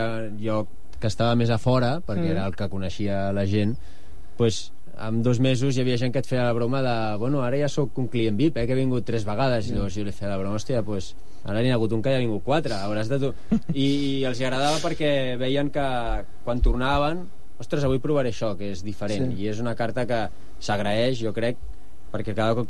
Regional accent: Badalona, Catalonia, Spain; jo sí que sóc de Badalona, però mai havia treballat a Badalona.

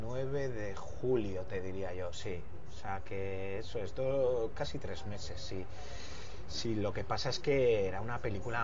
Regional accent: Bilbao, Basque Country, Spain; Mejor que somos de Bilbao.

